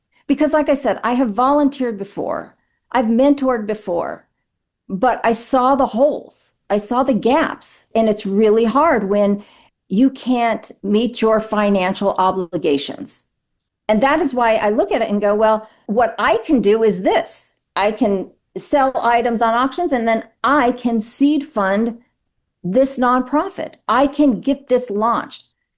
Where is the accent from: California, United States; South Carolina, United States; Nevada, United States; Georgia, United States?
Nevada, United States; Las Vegas; Yeah, I'm from Vegas.